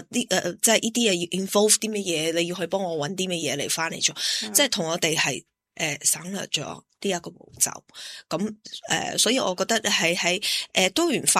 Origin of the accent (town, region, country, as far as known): Australia; born or raised there